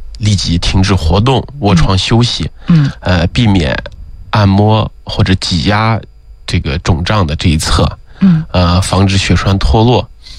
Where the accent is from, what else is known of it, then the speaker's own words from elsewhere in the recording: Xinjiang, China; 特别是我们新疆人，比较胖，然后胖的人比较多